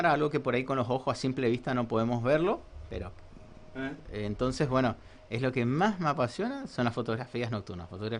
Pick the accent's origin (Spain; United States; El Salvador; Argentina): Argentina; Formosa